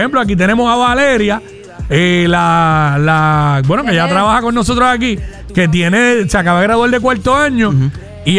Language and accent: Spanish; West, Puerto Rico; yo la tenía bien presente porque yo soy del oeste. Y, o sea, el suroeste.